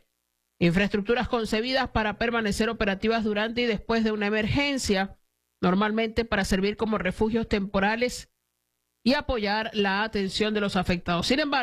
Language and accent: Spanish; Venezuela